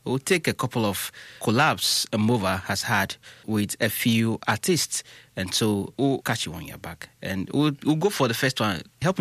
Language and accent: English; Ghana; I'm from Ghana.